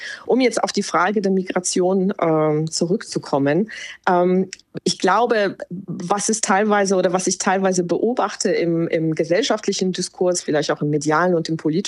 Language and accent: German; Poland; now in Germany; das ist, wie ich mich jetzt als Polin fühle und das ist jetzt, wie ich mich als Deutsche fühle.